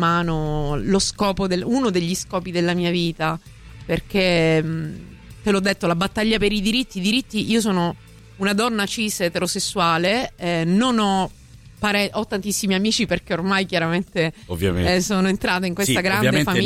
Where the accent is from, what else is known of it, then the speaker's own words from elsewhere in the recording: Messina, Sicily, Italy; accent: Messinese; now in Rome, Italy; se io sono arrivata a Roma nel 2014, sono siciliana, messinese, come si può sentire dall'accento, perché ha l'orecchio allenato a sentire il messinese.